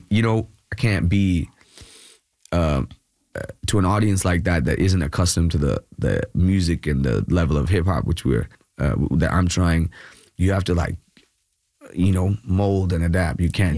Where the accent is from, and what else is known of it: Kerala, India; now in Bangalore, India